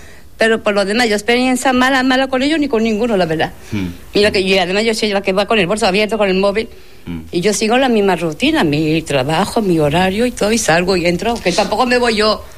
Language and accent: Spanish; Spain; Sí, es que yo soy musulmana, sí, bueno, soy española, pero soy de religión musulmana.